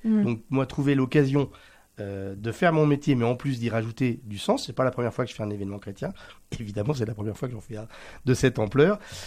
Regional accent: Normandy, France

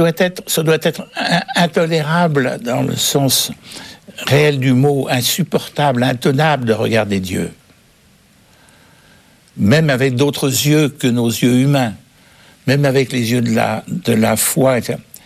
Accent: Quebec, Canada; accent: Québécois; Elle me dit parce que, à mon accent, c'est que je suis québécoise

